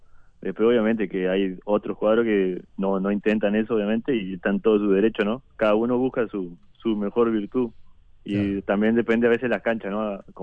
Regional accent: Mercedes, Soriano, Uruguay; yo soy de Mercedes.

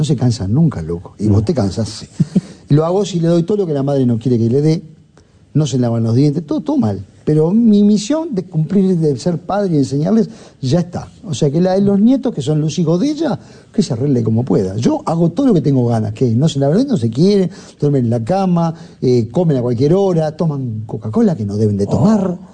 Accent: Montevideo, Uruguay; cuando yo nací en Civil Silaboyá, después me mudé a Lucio Rodríguez y Camilo Las Tropas, que es al lado del Estadio del Cerro, a 2 cuadras del Estadio del Cerro. Y sí, era un barrio muy obrero.

